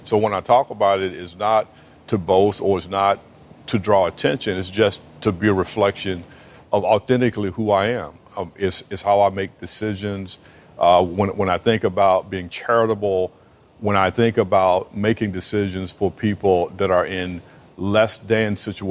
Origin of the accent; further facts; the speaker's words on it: Weston, Tennessee, United States; I grew up in a small town in Weston, Tennessee. And when I say small, I mean about 10,000 people. And we lived 12 miles in the country outside of the city limits.